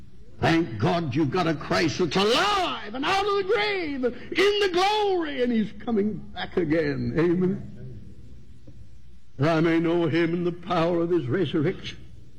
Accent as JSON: {"language": "English", "town": "Huntington", "region": "West Virginia", "country": "United States", "tie": "born or raised there", "moved": "yes", "said": "I was just in Huntington, West Virginia, and closed last Sunday. That's my hometown."}